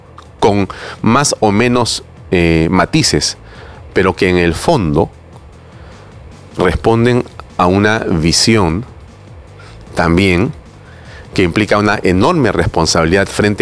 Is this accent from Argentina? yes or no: no; Peru; para nosotros como peruanos es de una enorme importancia su presencia